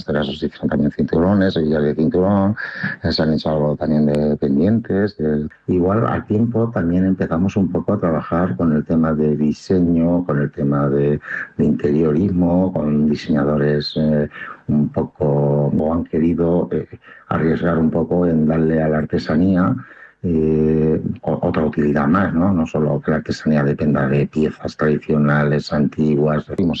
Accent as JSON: {"language": "Spanish", "town": "Lezuza", "region": "Castilla-La Mancha", "country": "Spain", "tie": "born there", "said": "No solo pongo que soy de la provincia de Albacete o soy castellano manchego, sino que siempre resalto que soy de mi pueblo de Lezuza, ¿vale? Un pueblecito muy chulo, muy bonito"}